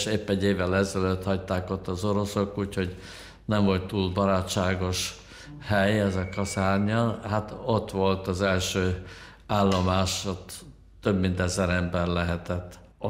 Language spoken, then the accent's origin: Hungarian; Budapest, Hungary; moved away as an adult; now in Austria